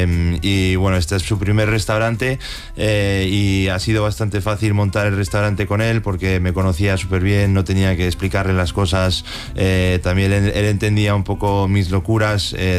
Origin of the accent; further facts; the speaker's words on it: Madrid, Community of Madrid, Spain; also born or lived in United States; Bueno, nacimos todos en Estados Unidos, pero siempre hemos vivido aquí en Madrid.